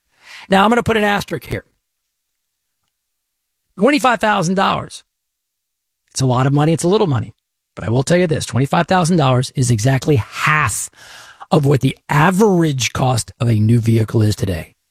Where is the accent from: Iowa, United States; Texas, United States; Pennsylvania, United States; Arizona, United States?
Texas, United States; This is Texas. State of Texas. I love Texas. I'm a Texan through and through.